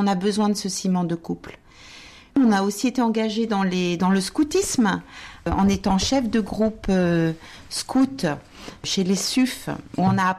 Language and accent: French; Concarneau, Brittany, France; born there; parce que je suis née à Concarneau, en Bretagne, et nous avions une partie de la famille qui était ici.